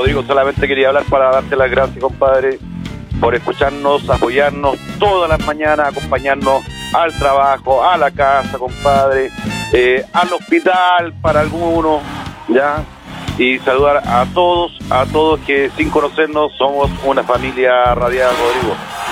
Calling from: Chiguayante, Biobío, Chile; Soy de Chiguayante, rumbo a San Pedro.

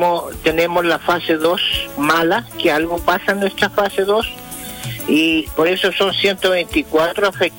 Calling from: Los Lagos, Chile; yo vivo en calle Hazaña Indígena, 2230, Colbe Alto.

